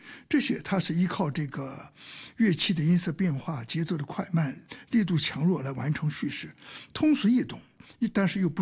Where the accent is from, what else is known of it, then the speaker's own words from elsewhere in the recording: Hong Kong; 但我们香港人喜欢这么说交响化